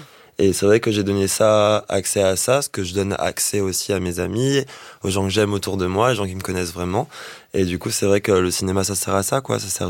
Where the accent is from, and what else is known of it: Réunion, France